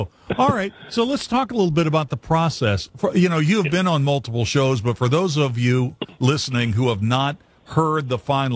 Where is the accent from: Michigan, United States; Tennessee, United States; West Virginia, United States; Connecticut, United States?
West Virginia, United States; Bridgeport; So I grew up in Bridgeport